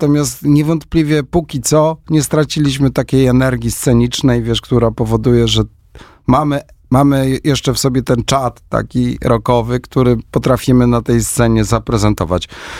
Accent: Świętokrzyskie Voivodeship, Poland; My jesteśmy z Gór Świętokrzyskich. W tej chwili w zasadzie można powiedzieć, że to jest zespół właśnie taki krakowsko-świętokrzyski, bo nie wszyscy mieszkamy bezpośrednio w mieście Kielce.

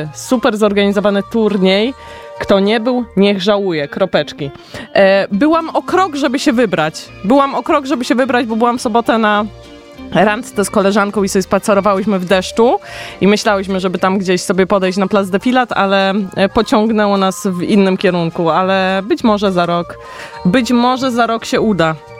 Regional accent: Nowy Sącz, Lesser Poland, Poland; moved away as an adult; pochodzę z Nowego Sącza i wyemigrowałam z niego kilkanaście lat temu. Nie wiem ile już, 15?

